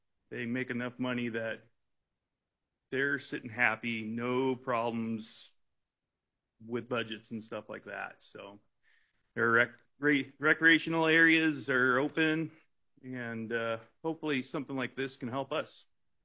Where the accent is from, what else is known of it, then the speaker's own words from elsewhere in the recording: Lemon Creek, Alaska, United States; I'm from Lemon Creek.